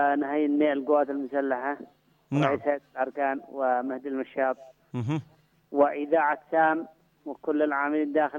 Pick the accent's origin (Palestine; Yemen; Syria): Yemen; Sanaa; من صنعاء.